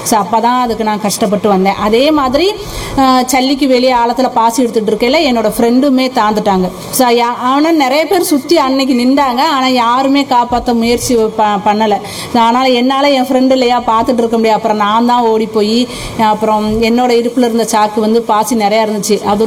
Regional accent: Tamil Nadu, India; born there; moved away as an adult; now in Pamban Therkuvadi, India; நான் பாமன் தெற்குவாடி கிராமம். நான் பிறந்த ஊர் வந்து நரிக்குழி அப்படின்னு ஒரு கிராமத்தில் நான் பிறந்தேன். எனக்கு கல்யாணம் பண்ணி கொடுத்தது தான் பாமன் தெற்குவாடி கிராமம். இப்போ அங்கே தான் இருக்கேன்.

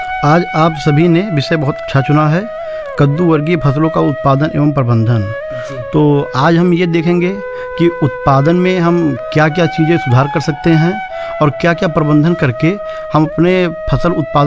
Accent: Mankapur, Uttar Pradesh, India; ग्राम office Bhitaura Mankapur का रहने वाला हूँ।

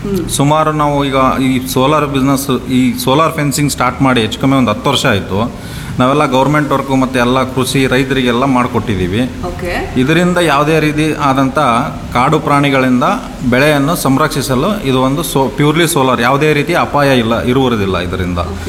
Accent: Ranebennur, Karnataka, India; moved away as an adult; now in Shivamogga, India; ನಂದು ಪ್ರಾಪರ್ ಬಂದುಬಿಟ್ಟು ರಾಣೇಬೆನ್ನೂರು, ಬಟ್ ಇವಾಗ ಶಿವಮೊಗ್ಗದಲ್ಲಿ ಬಂದು 10 ವರ್ಷ ಆಯಿತು.

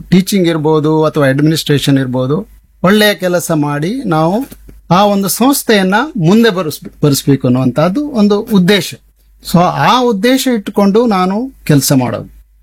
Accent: Idagunji, Karnataka, India; ನಮ್ದು ಊರು ಇಡಗುಂಜಿ. ವಿದ್ಯಾಭ್ಯಾಸ ಎಲ್ಲ ಕನ್ನಡ ಮೀಡಿಯಂ ಅಲ್ಲೇ ಮಾಡಿರೋದು, 10ನೇ ತರಗತಿಯವರೆಗೆ ಅಲ್ಲೇ ಮಾಡಿರೋದು.

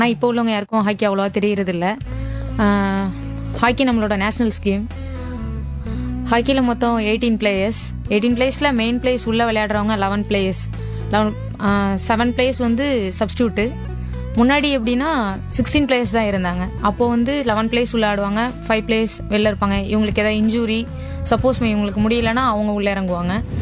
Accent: Thiruvarur, Tamil Nadu, India; moved away as an adult; now in Chennai, India; நான் என்னோட சொந்த ஊர் திருவாரூர்.

